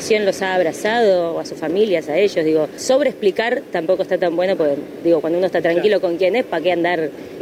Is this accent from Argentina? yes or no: yes; Argentina; ¿Cómo somos los argentinos? ¿Cómo es la historia argentina? Lo sabemos.